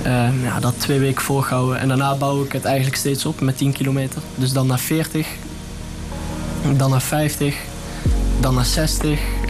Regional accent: Netherlands; Ik kom zelf uit Nune.

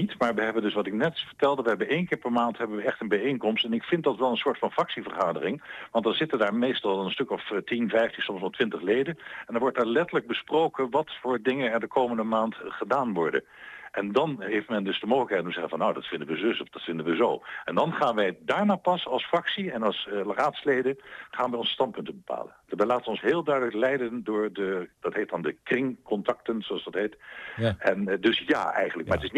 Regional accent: Rotterdam, South Holland, Netherlands; moved away as an adult; also born or lived in Groningen; now in Wapenveld, Netherlands; Ja, ik ben Rotterdammer. Ik zei altijd, ik ben geboren getogen en niet afgetuigd daar. Maar ik heb niets met grote steden.

